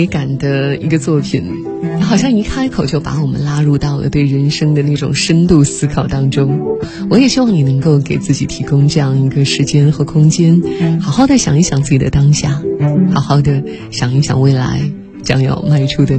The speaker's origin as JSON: {"language": "Chinese", "country": "China"}